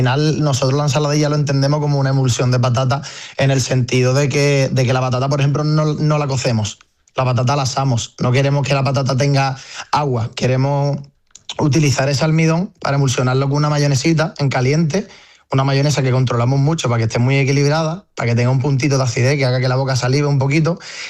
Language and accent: Spanish; Andalusia, Spain; born there; me apetecía montar algo en mi pueblo.